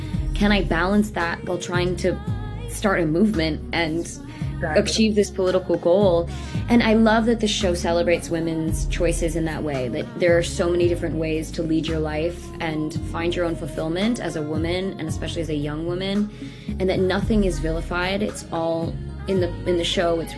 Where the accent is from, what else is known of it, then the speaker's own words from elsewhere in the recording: Minneapolis, Minnesota, United States; I knew that I grew up in Minnesota, and so being in high school in 2020 in Minneapolis, I was always involved in protest, in sit-ins